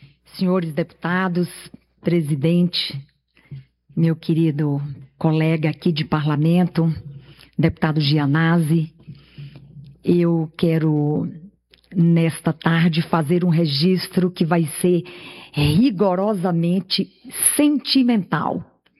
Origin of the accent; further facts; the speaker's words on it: Bahia, Brazil; moved away; E a minha mãe, que ainda vive no sertão da Bahia, de onde vim